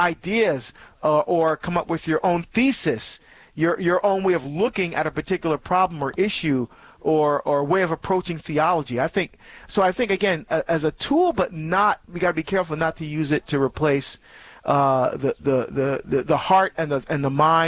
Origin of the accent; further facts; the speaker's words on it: New Jersey, United States; Well, my home state of New Jersey is running the table today on the calls.